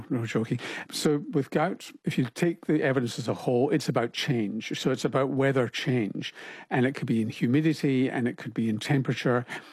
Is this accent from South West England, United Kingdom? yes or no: no; Glasgow, Scotland, United Kingdom; now in Australia; Glasgow, my hometown, suggests that it's easier to get out and exercise and be fitter and healthier.